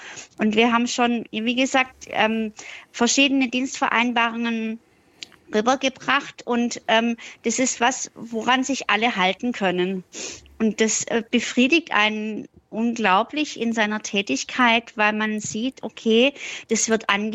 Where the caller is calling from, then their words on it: Stuttgart, Baden-Württemberg, Germany; Ich rufe aus Stuttgart an.